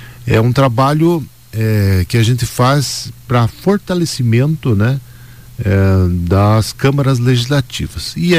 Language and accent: Portuguese; Fernandes Pinheiro, Paraná, Brazil; moved away as an adult; now in Ponta Grossa, Brazil; eu sou da região aqui, eu sou de Fernandes Pinheiro, muito próximo daqui, um lugar chamado Angaí. Nasci, me criei lá. E quando completei 18 anos, fui para Ponta Grossa, né?